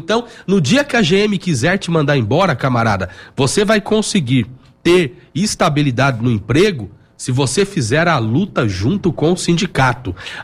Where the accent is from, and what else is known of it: Brazil